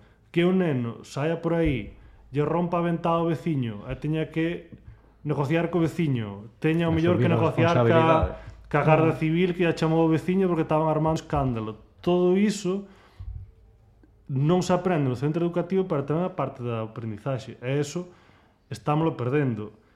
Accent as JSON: {"language": "Galician", "town": "Laxe", "region": "Galicia", "country": "Spain", "said": "Eu son de Laxe."}